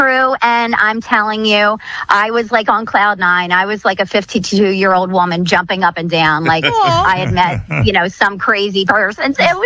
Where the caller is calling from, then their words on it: Downingtown, Pennsylvania, United States; I'm from Downingtown, Pennsylvania